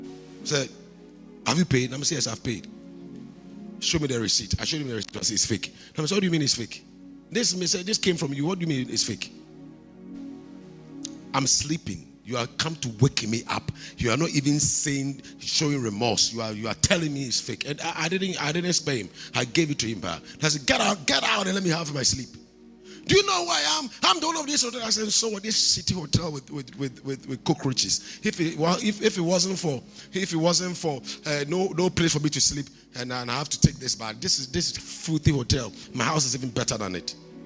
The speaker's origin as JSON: {"language": "English", "town": "Kumasi", "region": "Ashanti", "country": "Ghana", "said": "I come from Kumasi."}